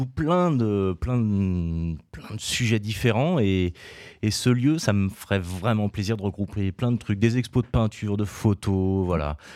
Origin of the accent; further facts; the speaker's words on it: Auvergne-Rhône-Alpes, France; On vient de l'Isère et on va vous mettre la misère.